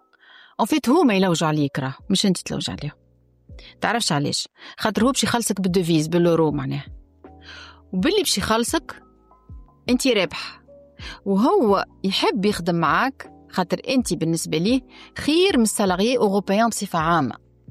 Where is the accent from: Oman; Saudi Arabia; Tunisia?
Tunisia; ولا يهمو فيا انا تونسيه ولا هندويه